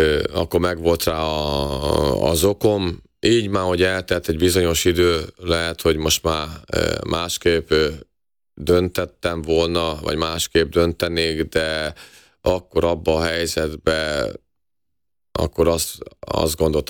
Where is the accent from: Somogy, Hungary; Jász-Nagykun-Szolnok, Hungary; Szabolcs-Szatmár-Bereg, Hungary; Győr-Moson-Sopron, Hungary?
Somogy, Hungary; Kaposvár; born there; Kaposváron születtem, és még 12 évesen az volt az álmom, hogy egyszer a Rákóczi-ba játszhassak